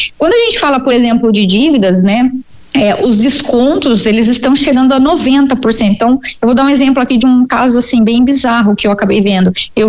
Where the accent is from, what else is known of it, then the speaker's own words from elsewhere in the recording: Brazil; como brasileira, né, eu vou lá e abro um CNPJ.